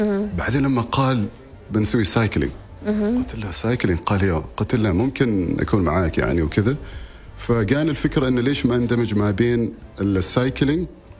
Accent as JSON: {"language": "Arabic", "country": "Oman", "said": "نحن عمانيين ترى نحب نسولف، نحب ايوه ترى."}